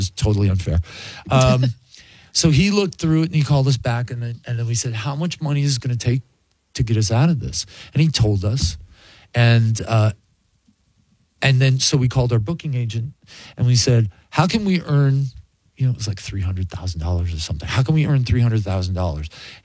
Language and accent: English; Buffalo, New York, United States; So I want to go back because I connect with those people because I'm from Buffalo, you know.